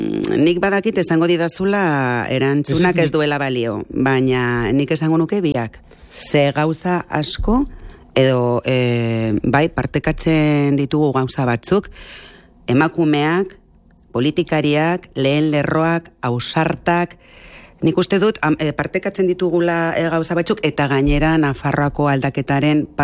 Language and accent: Basque; Pamplona, Navarre, Spain; born there; Txantreakoa naiz. Eta bizi izan dut txantrean, ba, 20 urte baino gehiago.